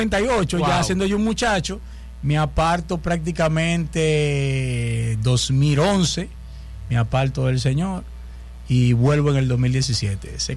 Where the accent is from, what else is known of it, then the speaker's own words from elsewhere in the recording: Dominican Republic; moved away; donde yo vengo, a donde yo me crié, yo soy batellero.